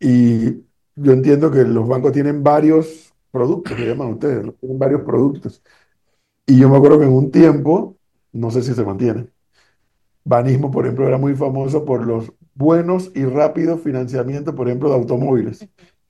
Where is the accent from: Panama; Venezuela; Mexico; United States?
Panama; los panameños estamos familiarizados con estas compras y ventas de bancos